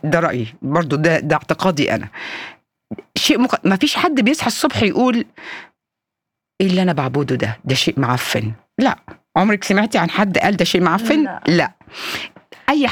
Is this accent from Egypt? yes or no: yes; Egypt; احنا عندنا في مصر للاسف الشديد كلمات عنصريه بنقولها على المسيحيين